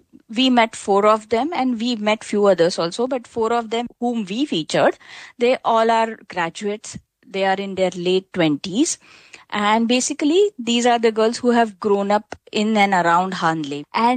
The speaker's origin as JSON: {"language": "English", "town": "Mumbai", "region": "Maharashtra", "country": "India", "tie": "born or raised there", "said": "First of all, being a city girl, I'm born and brought up in Mumbai. So there are very, very few stars that we get to see from Mumbai."}